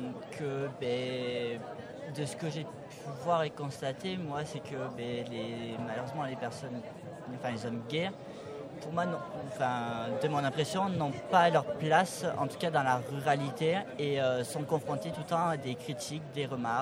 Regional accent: Occitanie, France; now in Aveyron, France; Alors moi, à l'origine, je suis pas du tout de l'Aveyron, je suis de Lozère

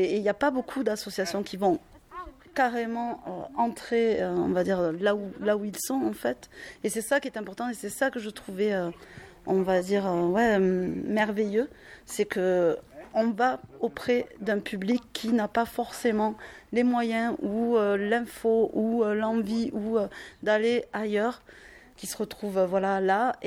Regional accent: Carmont, France; born there; moi je suis issue des cités, donc moi je suis née à Carmont, bon après j'ai bougé mais je suis née à Carmont

